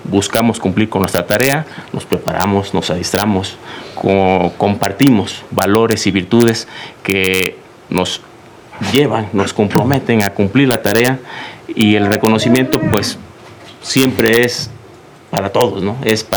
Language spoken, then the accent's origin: Spanish; Mexico; Es un orgullo como mexicanos, como mexicanas, la oportunidad de estar en suelo extranjero